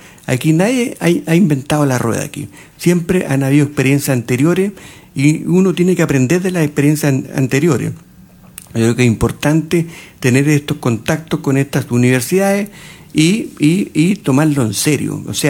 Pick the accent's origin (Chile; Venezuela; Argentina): Chile; Santiago, Santiago Metropolitan Region; now in Cauquenes, Chile; Yo soy santiaguino, y así que puedo decir que la gente aquí es diferente.